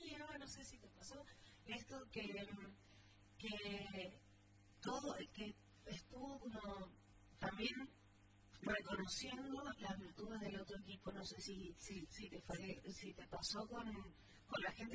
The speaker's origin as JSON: {"language": "Spanish", "country": "Argentina", "said": "queremos que este tipo de personas nos representen como argentinos."}